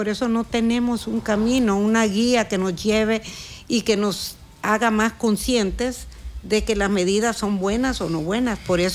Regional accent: Honduras; Lo digo como hondureña, lo digo como ciudadana, como empresaria.

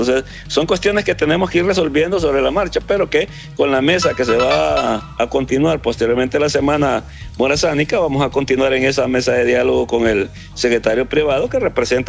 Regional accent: Honduras; also born or lived in Guatemala / El Salvador; Yo no solo me siento hondureño, me siento centroamericano, y no me siento extranjero en ningún país que no sea Honduras. Estudié en Guatemala, y en Guatemala me sentí guatemalteco. Viví en El Salvador y me sentí salvadoreño.

